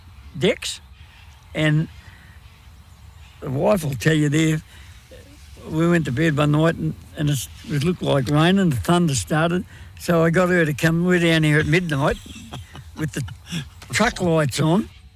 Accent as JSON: {"language": "English", "town": "Kyneton", "region": "Victoria", "country": "Australia", "tie": "born or raised there", "also_born_or_lived": "Echuca / Castlemaine", "said": "I was born in Kyneton, down the bottom of Hutton Street, near the Campaspe River, on the floor."}